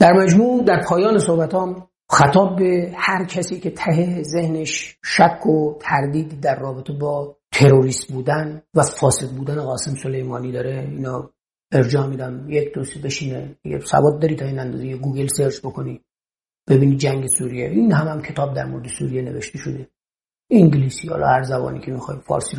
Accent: Gilan, Iran; خب بچه گیلانم به موجب ننگ و خفت با من اصلا نگاش کردم

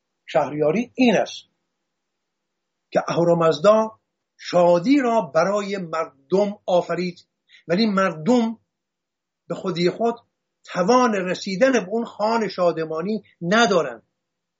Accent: Hamadan, Iran; born there; شاهنشاه داریوش بزرگ در سنگ نبشتهی که در گنجنامه همدان زادگاه من برای ما به یادگار گذاشت

